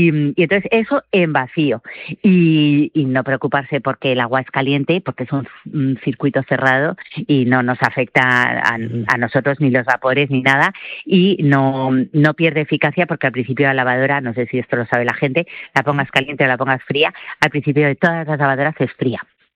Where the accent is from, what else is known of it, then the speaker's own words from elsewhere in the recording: Spain; De la Vera, por supuesto que para eso somos españoles y vamos a tirar a nuestra tierra.